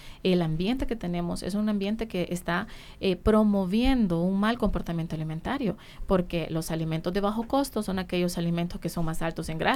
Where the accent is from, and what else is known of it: Honduras